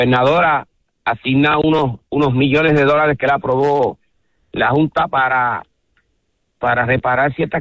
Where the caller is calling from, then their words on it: Yabucoa, Puerto Rico; yo, como puertorriqueño, como ciudadano, como yabucoeño, como político que soy